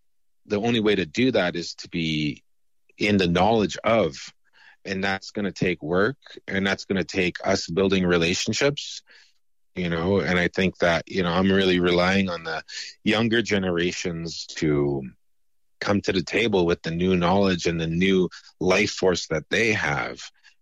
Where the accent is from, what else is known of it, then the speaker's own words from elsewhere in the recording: Canada; where I grew up in Winooe.